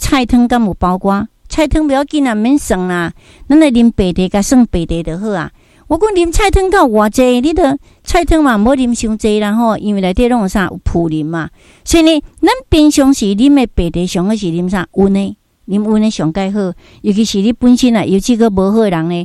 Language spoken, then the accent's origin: Chinese; Daegu, North Gyeongsang, South Korea; 我的故乡在大邱，因为我是大邱人哈。